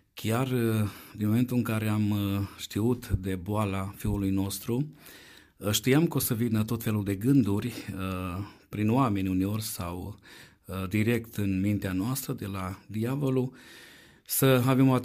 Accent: Satu Mare, Satu Mare County, Romania; moved away as an adult; now in Genappe, Belgium; Suntem originari din Satu Mare, dar de circa 16 ani suntem în Belgia, prin harul lui Dumnezeu.

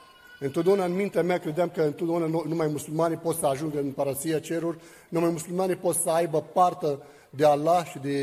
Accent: Lebanon; Romanian is a second language; now in Romania; sunt din Liban, m-am născut într-o familie de musulmani și aici.

